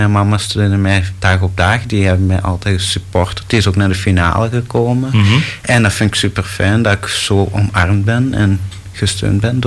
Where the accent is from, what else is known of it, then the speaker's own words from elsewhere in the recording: Retie, Flanders, Belgium; Ik kom uit Reti, provincie Antwerpen.